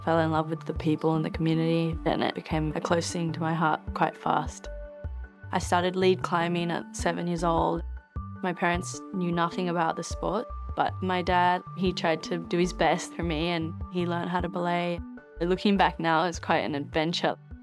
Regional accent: Australia; And I'm like, oh, I'm from Australia, I don't know what you're saying.

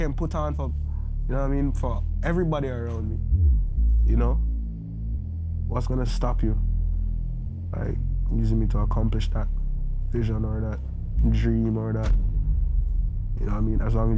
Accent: Jamaica; I'm a Jamaican rapper.

